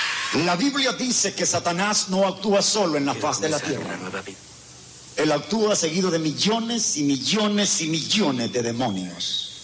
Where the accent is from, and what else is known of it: Ciudad Barrios, San Miguel, El Salvador; born there